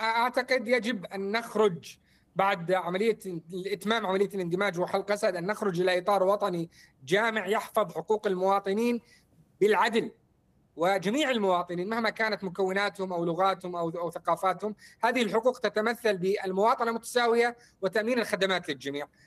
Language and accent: Arabic; Al-Hasakah Governorate, Syria; من الحسكة